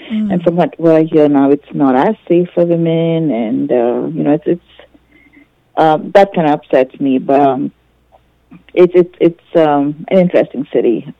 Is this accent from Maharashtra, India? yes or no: yes; Mumbai, Maharashtra, India; moved away; pretty much for the most part of my life, I grew up in Mumbai.